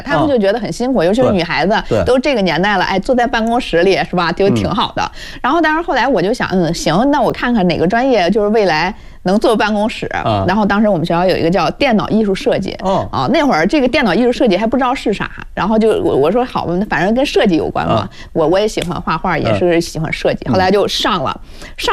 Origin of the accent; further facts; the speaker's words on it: Beijing, China; 那时候我从小是在矿区里长大了。我上了高中才走出矿区。我们就在那个北京房山周口店镇的那个长沟峪煤矿。就是那会儿我们都属于矿务局管。